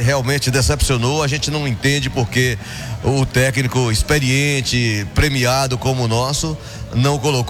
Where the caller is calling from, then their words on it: Brazil; eu sou brasileiro